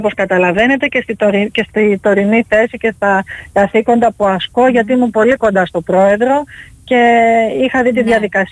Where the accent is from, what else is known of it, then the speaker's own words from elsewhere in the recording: Corfu, Ionian Islands, Greece; Είμαι καταγωγή από την Κέρκυρα, ναι.